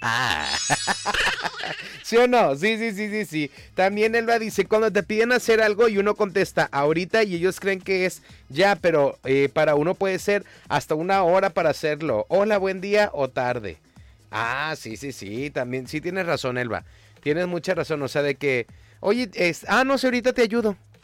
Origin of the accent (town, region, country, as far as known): Mexico